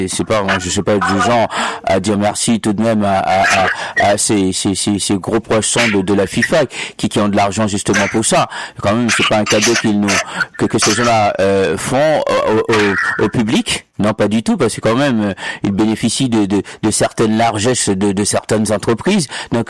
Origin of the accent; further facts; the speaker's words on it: Haiti; Je suis pas parce que je suis haïtien que je poserai pas la question.